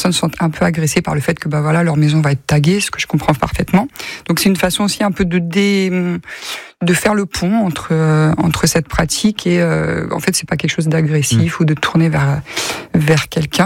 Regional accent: Rennes, Brittany, France; J'ai grandi à Villejean. Et c'est très bétonné.

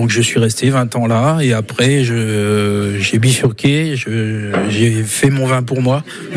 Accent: Loire Valley, France; Moi je viens du Val-de-Loire.

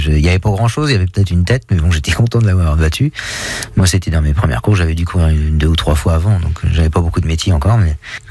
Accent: Avranches, Normandy, France; C'était en plus chez moi, à Avranches.

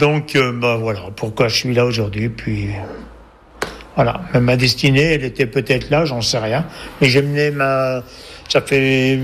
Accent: Couches, Bourgogne-Franche-Comté, France; je suis né à Couches, je suis resté à Couches.

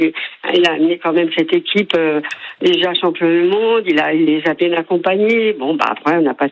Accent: Marsillargues, Occitanie, France; born there; Si vous regardez ma date de naissance, c'est le 24 juillet et je suis née à Massiergue.

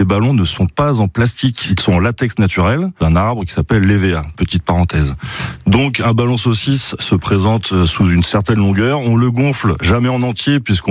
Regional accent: Île-de-France, France; born there; moved away as an adult; now in Le Mans, France; j'ai 49 ans, je suis né en région parisienne dans le 92 et j'habite au Mans depuis environ 4 ans maintenant.

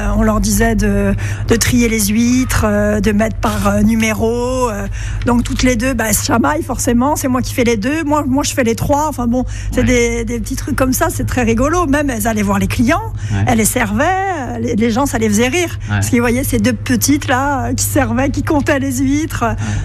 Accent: Brittany, France; Je suis bretonne à la base

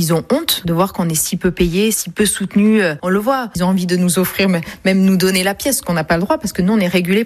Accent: Pessac, Nouvelle-Aquitaine, France; born there; now in Le Porge, France; j'ai 34 ans, je suis infirmière libérale et sur la commune du Porge. Et je suis surtout girondine, parce que je suis née à Pessac.

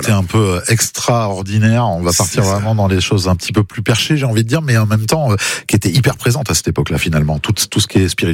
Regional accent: Auvergne-Rhône-Alpes, France; Ça parle parce que je suis auvergnat.

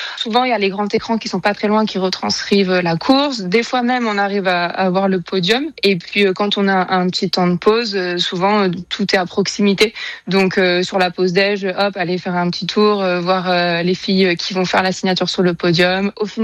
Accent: Saint-Julien-Saint-Alban, Auvergne-Rhône-Alpes, France; moved away; Donc à Saint-Julien-Saint-Alpin, qui est un village à 10 minutes de la Voulte où j'ai grandi

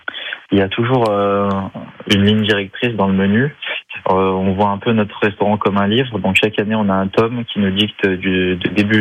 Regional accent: Auvergne-Rhône-Alpes, France; Alors nous, on est originaire de la Haute-Loire, de Saint-Germain-le-Mont, donc on est à 20 minutes, c'est à côté.

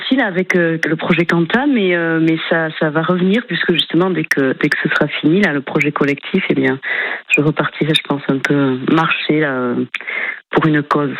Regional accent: Saint-Palais, Nouvelle-Aquitaine, France; Ça raconte un petit peu d'où je suis partie, de Saint-Palais, que je voulais découvrir le monde

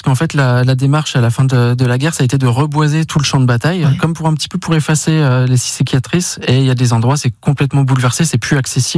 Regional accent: Grand Est, France; also born or lived in Haussonville; j'ai grandi dans le Saintois, je suis né à Haussonville

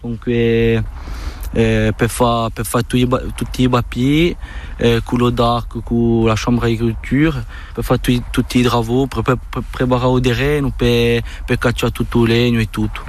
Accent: Casamaccioli, Corsica, France; also born or lived in Corte; now in Borgo, France; je suis de Gazamaccioli.

